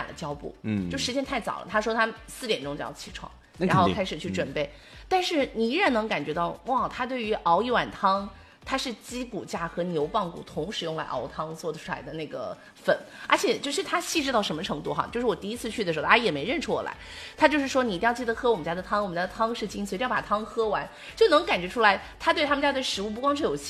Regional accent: Jiangxi, China; 就像我作为一个赣南因为靠客家嘛

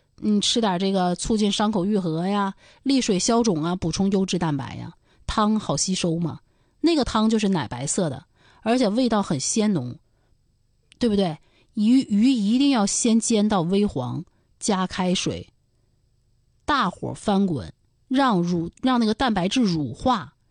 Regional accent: Dalian, Liaoning, China; 这就是咱们大连人啊，

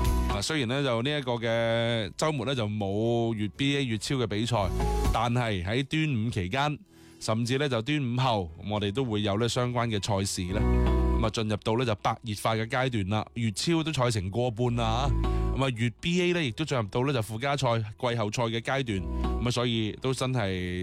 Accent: Guangdong, China; 我哋广东人

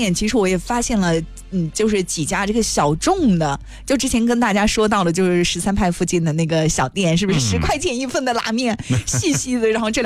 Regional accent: Kashgar, Xinjiang, China; 你知道我呢是从小在喀什长大的。

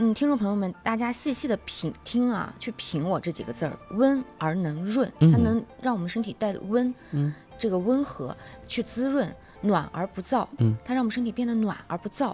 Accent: Xinjiang, China; 我们新疆

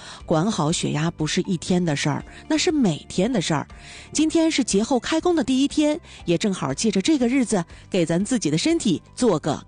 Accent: Dalian, Liaoning, China; 这个季节咱们大连人讲究春捂秋冻

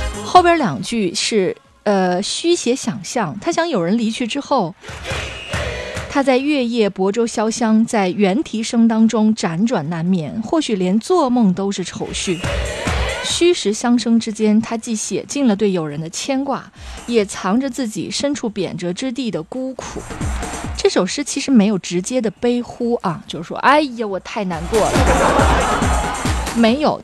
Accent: Northeast China, China; 没有说我们东北人的表达有什么不好的地方啊，没有谁高谁低，就是我们表达方式不同

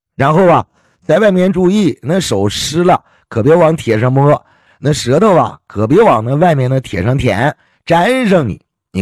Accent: Heilongjiang, China; 那我们老家呢，黑龙江的，那就更冷了。那一到冬天零下30度，那是很常见的事儿。

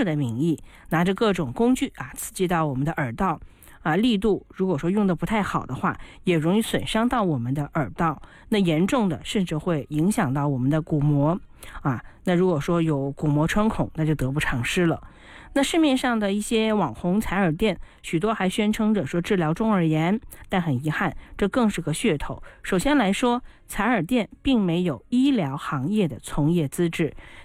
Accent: China; 我们中国人

